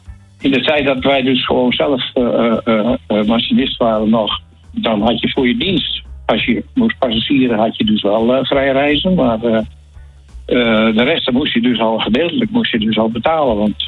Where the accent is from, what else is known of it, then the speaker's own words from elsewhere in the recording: Beilen, Drenthe, Netherlands; now in Hoogezand, Netherlands; Ja, nou, ik ben geboren in Bijlen.